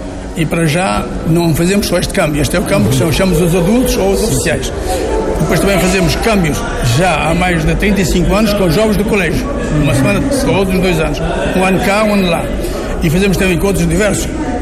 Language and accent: Portuguese; Pombal, Centro, Portugal; Agora eu que sou de Pombal, venho cá muitas vezes.